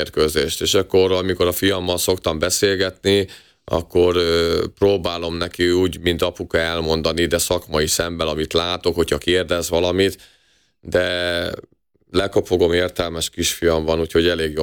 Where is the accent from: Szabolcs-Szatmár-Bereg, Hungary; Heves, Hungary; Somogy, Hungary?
Somogy, Hungary; Kaposvár; born there; Kaposváron születtem, és még 12 évesen az volt az álmom, hogy egyszer a Rákóczi-ba játszhassak